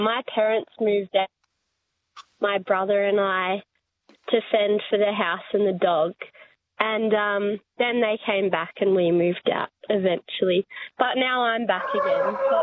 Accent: Ballarat, Victoria, Australia; I'm from Ballarat.

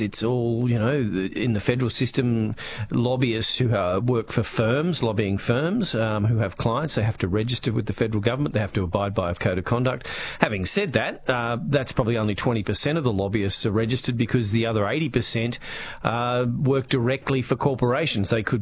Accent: Queensland, Australia; my home state of Queensland is actually number one

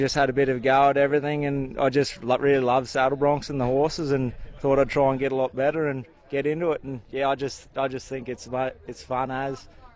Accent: Inverell, New South Wales, Australia; I'm from Inverell, New South Wales.

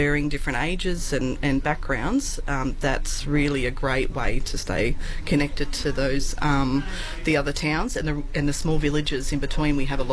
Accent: Coonabarabran, New South Wales, Australia; moved away as an adult; also born or lived in Sydney; I was born and raised here in Coonabarabran, so born in the hospital here a little while ago, and I moved away to start university, and I decided to move back after my father passed away

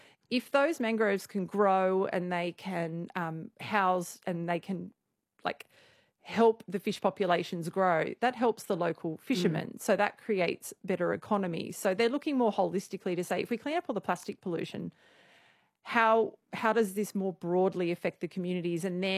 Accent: Australia; just can't help but think, like, as an Australian, wow, we have, we've got waste challenges, but we do have these formal systems which are very, very different to a lot of our neighbours.

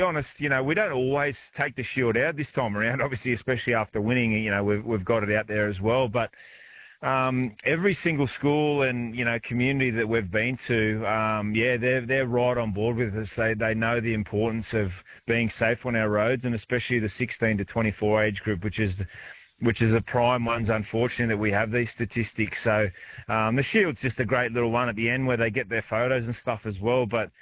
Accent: Dubbo, New South Wales, Australia; moved away as an adult; I moved away from Dubbo as an 18-year-old. My parents still live there.

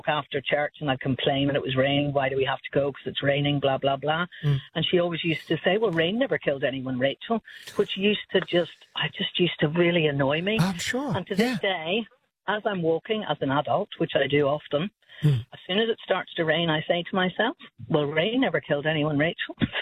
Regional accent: Northern Ireland, United Kingdom; So my mum used to say, I grew up in Northern Ireland, it rained a lot.

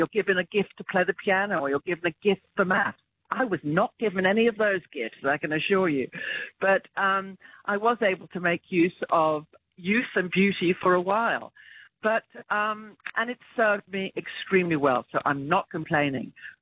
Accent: England, United Kingdom; now in Australia; I haven't, you know, I grew up in England, so I didn't grow up particularly with skincare protocols. So I'm not the best at looking after my skin. Look, I live in outdoors with an Australian sun

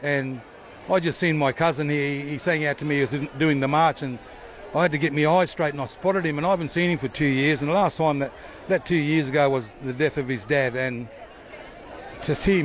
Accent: Northern Territory, Australia; also born or lived in Broome, Australia; My mob, I'm born and bred Larrakia country. I always respect that. But I don't class myself as a Larrakia being born and bred. I class my mother's country. So that's in Broome, Western Australia. So I'm a Yaru boy.

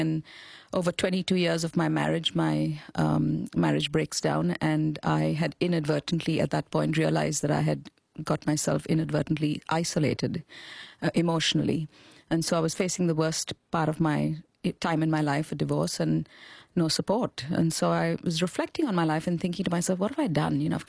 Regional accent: Mumbai, Maharashtra, India; I grew up in India in a really strong connected neighbourhood on the outskirts of Mumbai in a little suburb called Chembur, where literally 3-4 generations of families lived together.

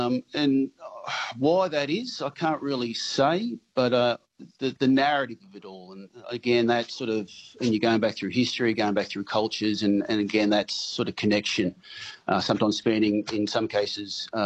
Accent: Newcastle, New South Wales, Australia; I'm born and bred in the Hunter, born and bred in Newcastle

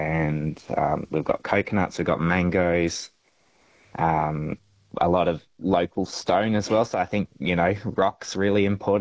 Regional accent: Canberra, Australian Capital Territory, Australia; moved away; also born or lived in Kalgoorlie; I'm originally from Canberra, so very different climatic conditions to Canberra.

